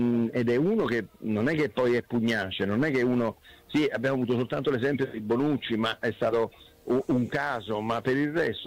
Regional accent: Naples, Campania, Italy; poi ogni volta appena scrivo qualche cosa sul Napoli, io napoletano, mi arrivano sempre le critiche

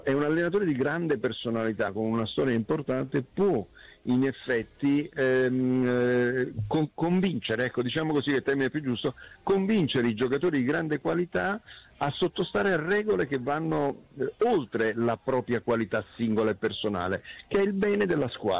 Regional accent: Naples, Campania, Italy; io napoletano

